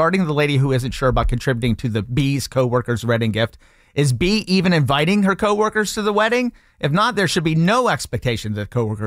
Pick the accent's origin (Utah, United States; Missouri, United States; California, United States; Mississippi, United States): California, United States; now in San Joaquin Valley, United States; I grew up in the Bay Area, and to buy a home, moved to the San Joaquin Valley.